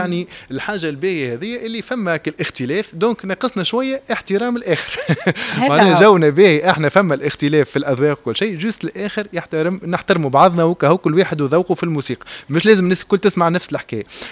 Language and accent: Arabic; Tunisia; احنا الفنانين التوانسة